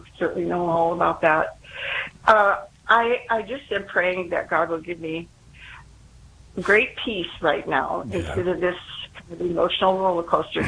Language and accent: English; Ireland; I'm Irish, too